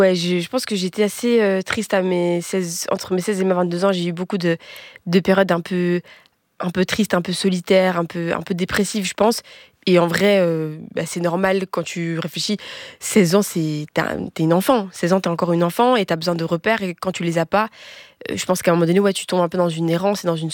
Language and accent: French; Belgium; parce que je suis métisse, donc je suis belge, je suis congolaise